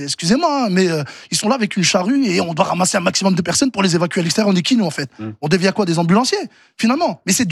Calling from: Roubaix, Hauts-de-France, France; J'habite à Roubaix, l'une des villes les plus pauvres de France.

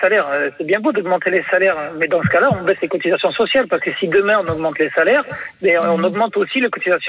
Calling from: Bordeaux, Nouvelle-Aquitaine, France; nous on a beaucoup de famille en Espagne, donc moi je suis sur Bordeaux

